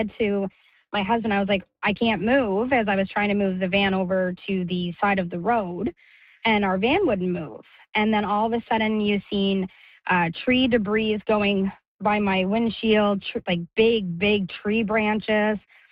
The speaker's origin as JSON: {"language": "English", "town": "Summerside", "region": "Prince Edward Island", "country": "Canada", "said": "I'm from Summerside PEI."}